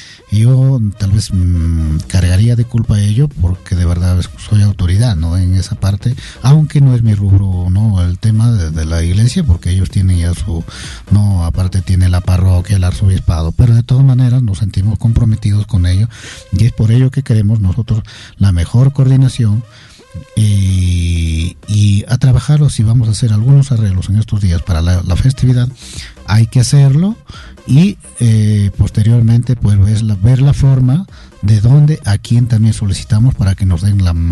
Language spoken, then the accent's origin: Spanish; San Ignacio, Cajamarca, Peru; Yo estoy llamando a la cordura a mi pueblo de San Ignacio